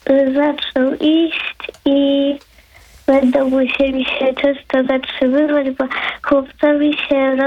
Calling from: Nowy Zglechów, Masovian Voivodeship, Poland; Z Nowego Zglechowa.

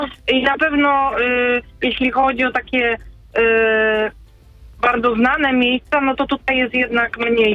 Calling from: Kłodzko, Lower Silesian Voivodeship, Poland; my w ogóle jesteśmy z Kłodzka i nasz region jest bardzo turystyczny, bardzo dużo ciekawych miejsc

